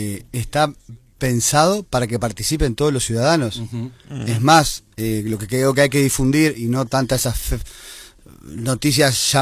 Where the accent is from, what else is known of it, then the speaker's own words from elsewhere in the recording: Montevideo, Uruguay; lo digo porque me cabe como montevideano